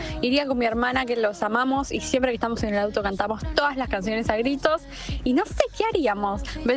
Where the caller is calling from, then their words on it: San Fernando, Buenos Aires Province, Argentina; de San Fernando.